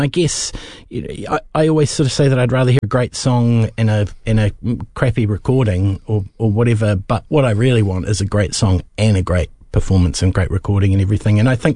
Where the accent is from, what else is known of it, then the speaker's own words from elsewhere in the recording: Timaru, Canterbury, New Zealand; like Radio Caroline growing up in Timaru as a child on, you know, AM easy listening radio.